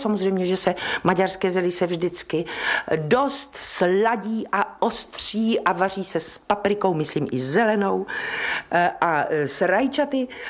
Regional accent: Brno, South Moravian Region, Czechia; když jsem byla v Praze a nemohla jsem třeba přijet na Vánoce a hlavně teda na Silvestra domů, tak jsem si vždycky z Kohoutovic z Brna vezla hrnec rýžovo-masových knedličků v zelí

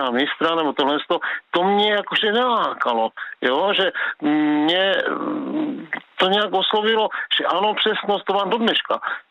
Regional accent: Uherské Hradiště, Zlín Region, Czechia; ale byl to ČKD Slavia Motor na Pajedlích, já jsem z Uherského Hradiště.

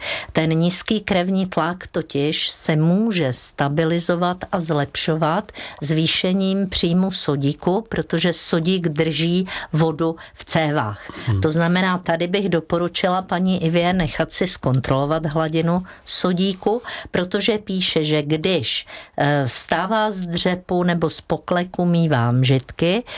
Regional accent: Prague, Czechia; Tak u vás se to nedělalo, u nás na Žižkově, to víte, tam se děly věci.

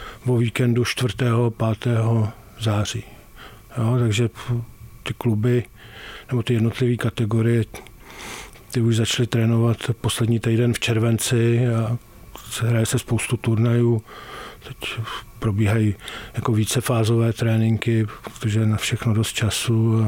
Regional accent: Prague, Czechia; jsem z Prahy, celý život jsem prožil v Praze

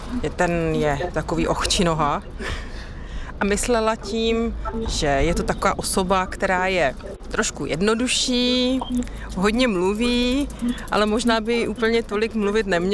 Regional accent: Hluk, Zlín Region, Czechia; Když se u nás v Hluku řekne ochčinoha, co si myslíte, že to je, nebo kdo to je?

